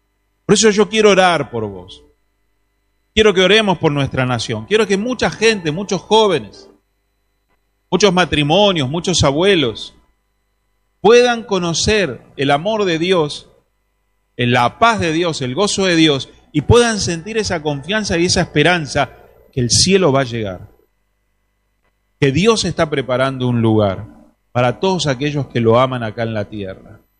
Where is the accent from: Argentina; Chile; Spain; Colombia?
Argentina; moved away as an adult; also born or lived in Italy; Yo tenía la ciudadanía italiana, soy argentino italiano